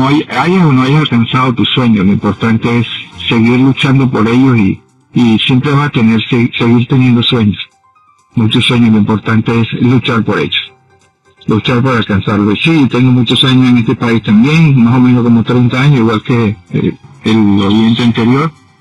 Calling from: Orlando, Florida, United States; Estoy llamando de Orlando, de aquí de Orlando, Florida.

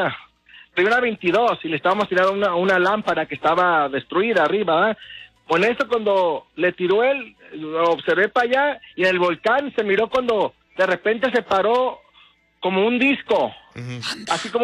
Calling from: Tepame, Colima, Mexico; soy de Tepame, es un saludo a la gente de Tepame

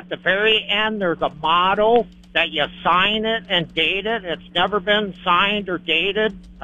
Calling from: Sioux Falls, South Dakota, United States; from Sioux Falls

